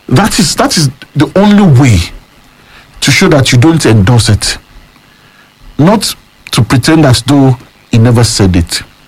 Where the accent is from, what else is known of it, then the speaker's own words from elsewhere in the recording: Nigeria; as a Nigerian